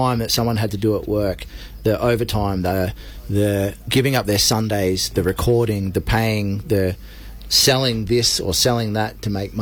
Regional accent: Kalgoorlie, Western Australia, Australia; This song actually reminds me of growing up in Kalgoorlie

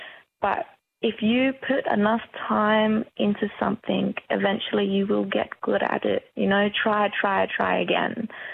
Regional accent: Broome, Western Australia, Australia; also born or lived in Perth; I grew up in Broome for a large portion of my life. After I was born in Boorloo, Perth, we made the very big journey up the coast of WA, and I spent from pre-primary all the way up to about year 8 there.

